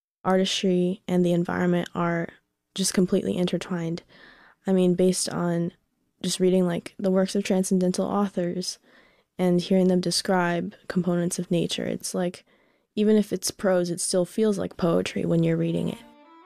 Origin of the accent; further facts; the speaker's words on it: Los Angeles, California, United States; I'm from Los Angeles, California, and I play the violin.